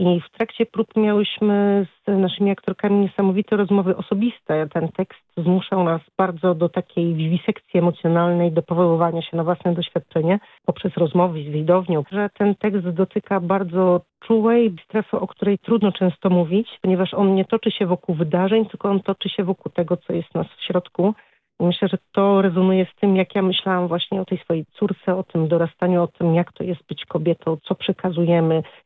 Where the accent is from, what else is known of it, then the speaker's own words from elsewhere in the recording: Podlaskie Voivodeship, Poland; Ja pochodzę z Podlasia, który jest bardzo napiętnowany takim silnym oddziaływaniem kościoła na rodziny, na społeczeństwo.